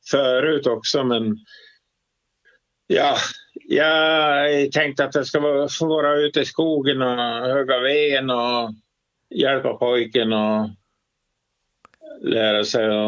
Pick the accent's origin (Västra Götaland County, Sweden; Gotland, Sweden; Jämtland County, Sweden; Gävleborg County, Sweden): Gotland, Sweden; Jag hörde ju, jag kommer från Gotland och jag har ju gjort min militärtjänst där på Gotland, ja.